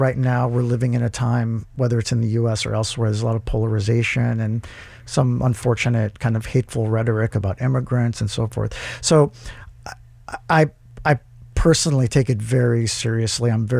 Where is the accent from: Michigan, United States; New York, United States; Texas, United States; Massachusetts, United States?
Massachusetts, United States; Cambridge; born there; I'm a first generation. I was born here in Cambridge. So yeah, my mom and dad met here in Southie.